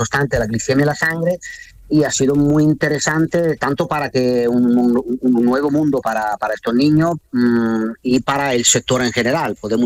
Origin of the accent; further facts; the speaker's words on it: Italy; now in Cádiz, Spain; es verdad que yo soy italiano, pero llevo ya muchos años, sobre todo con la heladería aquí.